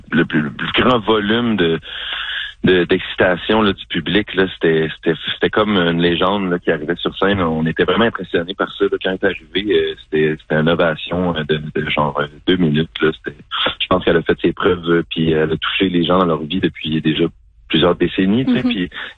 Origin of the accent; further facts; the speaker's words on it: Saint-Hyacinthe, Quebec, Canada; j'ai grandi à Saint-Hyacinthe.